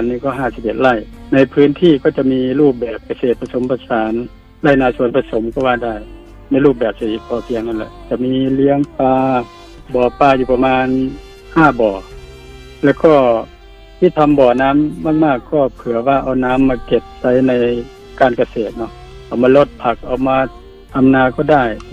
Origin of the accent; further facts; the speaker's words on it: Amnat Charoen, Thailand; เป็นคนที่อำนาจเจริญโดยตรงเลยเกิดที่อำนาจเจริญตั้งแต่จังหวัดอำนาจเจริญยังนั้นเป็นจังหวัดยังเป็นอำเภออยู่